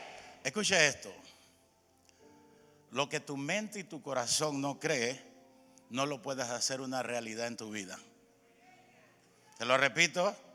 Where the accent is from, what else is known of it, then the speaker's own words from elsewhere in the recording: Panama; moved away as an adult; Soy panameño